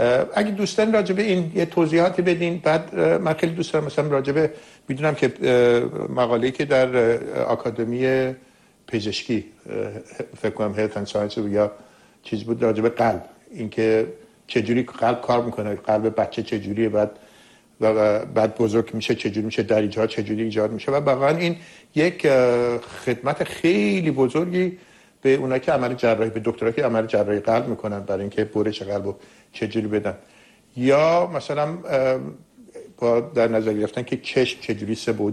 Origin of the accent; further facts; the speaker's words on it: Iran; برای من به عنوان یک ایرانی